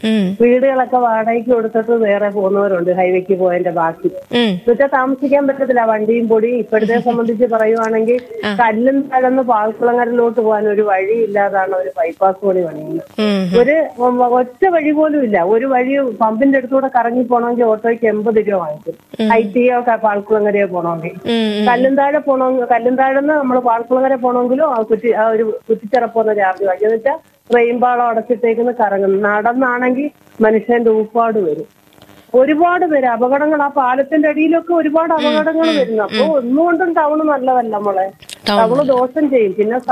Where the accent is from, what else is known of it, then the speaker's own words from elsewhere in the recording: Oachira, Kerala, India; moved away as an adult; now in Kallumthazham, India; ഓച്ചിറയാണ് നമ്മൾ ജനിച്ചു വളർന്നിടം കെട്ടിക്കൊണ്ടു വന്നെയാണ് ഇവിടെ.